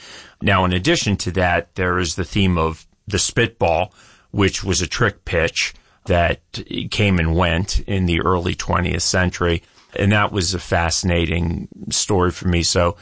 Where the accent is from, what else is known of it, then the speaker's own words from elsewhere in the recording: Wilkes-Barre, Pennsylvania, United States; born there; also born or lived in Glen Lyon, Pennsylvania / Lake Silkworth, Pennsylvania; I was born in Wilkes-Barre, and I spent half of my life growing up here on Lake Silkworth or in Glen Lyon, which is the family homestead.